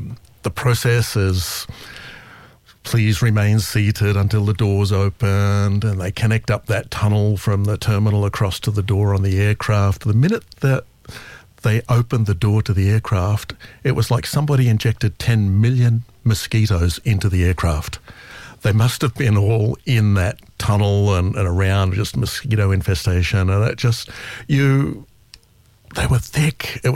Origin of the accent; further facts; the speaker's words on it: Brisbane, Queensland, Australia; moved away as an adult; also born or lived in Canberra / Antarctica / Malaysia; I grew up in Brisbane. I only knew Brisbane. It was a long time before I even travelled interstate. I seemed to just keep going south. I went to Canberra for 10 years to study and then Antarctica for over a year. And then, moved overseas.